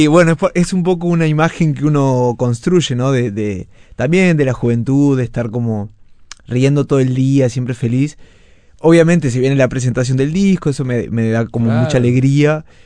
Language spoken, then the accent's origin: Spanish; Ciudad de la Costa, Canelones, Uruguay; moved away as an adult; now in Montevideo, Uruguay; yo soy de Ciudad de la Costa, de Canelones. Bien. Ahora puntualmente estoy viviendo en Montevideo y elegí Barrio Sur para ir a vivir.